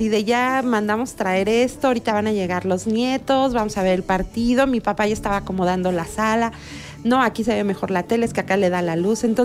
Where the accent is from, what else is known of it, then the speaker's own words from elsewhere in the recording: Mexico; como mexicanos tenemos un montón de valores